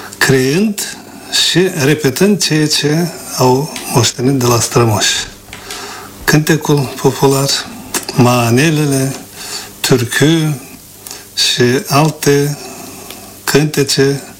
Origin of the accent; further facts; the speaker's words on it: Gagauzia, Moldova; Deci, școala normală mi-a întărit, cum s-ar spune, izvoarele cântecului, izvoarele muzicii născute în satul meu natal și în mijlocul poporului meu găgăuz.